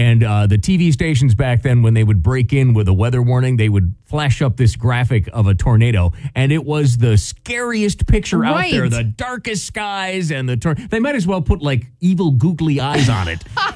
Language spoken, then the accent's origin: English; Wisconsin, United States; Growing up in Wisconsin.